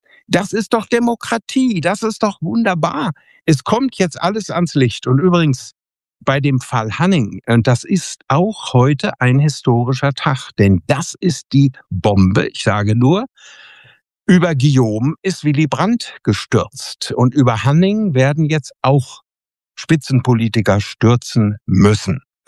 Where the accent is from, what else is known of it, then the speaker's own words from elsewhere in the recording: Bünde, North Rhine-Westphalia, Germany; freue ich mich, dass ich übermorgen am Donnerstag in Bünde in Westfalen, in meiner Heimat, viele unserer Zuschauer hoffentlich treffen werde.